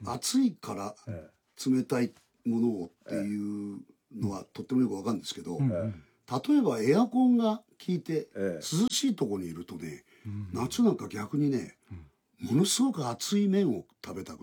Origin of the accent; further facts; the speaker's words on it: Osaka, Japan; born there; moved away; 僕は小学校、幼稚園小学校8年間大阪で育ったからね。